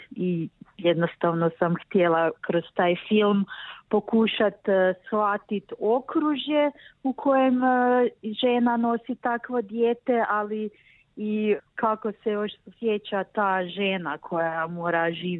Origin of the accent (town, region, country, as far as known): Podravina, Croatia; born or raised there